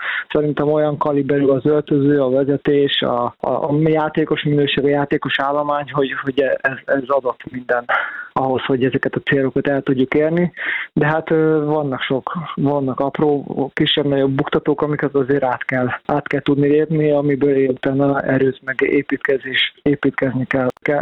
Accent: Gyula, Békés, Hungary; Igen, nekem ugye én itt születtem, itt kezdtem a pályafutásomat, gyerekkoromban 12 éves koromig itt fociztam, nekem az egész családom gyulai kötődés, meg itt vannak a szüleim

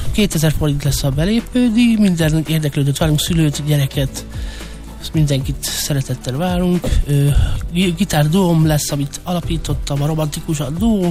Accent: Hungary; való vagyunk, szóval Indiából jött, ugye, mert hát az indiai kultúra, meg maga a ma mi romák, magyar cigányok, háviházi muzsikus cigányok

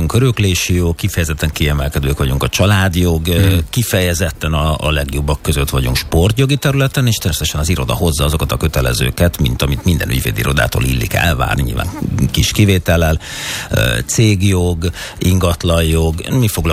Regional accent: Hungary; tehát magyarként ez nekem sikerült

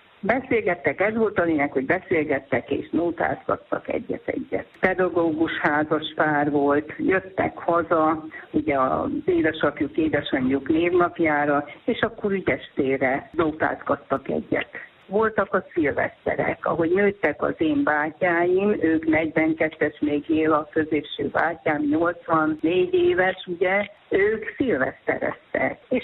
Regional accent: Transylvania, Romania; Mi Erdélyből származunk … és hát biztos hoztuk magunkkal a család.

